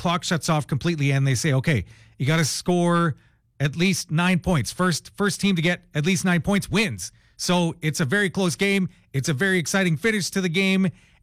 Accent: Stirling, Alberta, Canada; now in Lethbridge, Canada; I grew up in Sterling.

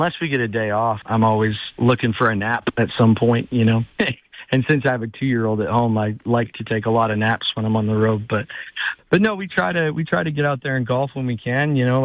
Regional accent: Spirit River, Alberta, Canada; moved away; And, I grew up in Spirit River, Alberta, which is northern Alberta. So I feel like, you know, anything in the northern part of Alberta or BC or Saskatchewan, I've probably spent some time in.

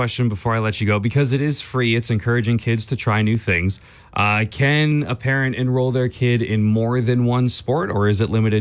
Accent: Edmonton, Alberta, Canada; So I grew up in Edmonton

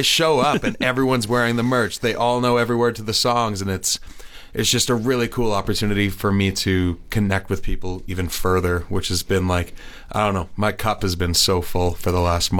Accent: Saskatchewan, Canada; moved away; I'm from Sask originally

